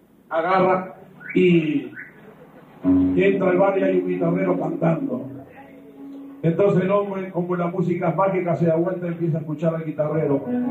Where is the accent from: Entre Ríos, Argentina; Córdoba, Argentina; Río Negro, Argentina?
Entre Ríos, Argentina; San Justo; Soy de San Justo, soy entrerriano